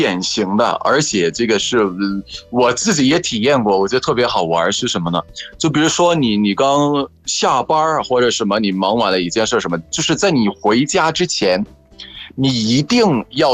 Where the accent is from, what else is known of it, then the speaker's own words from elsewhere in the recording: Egypt; Chinese is a second language; ，拜拜。